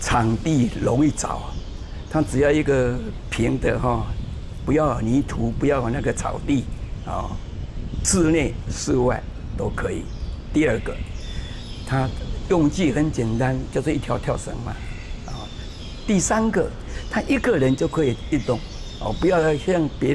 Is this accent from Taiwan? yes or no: yes; Changhua County, Taiwan; born there; now in Taipei, Taiwan; 我的出生地在彰化县，我今年已经83岁了，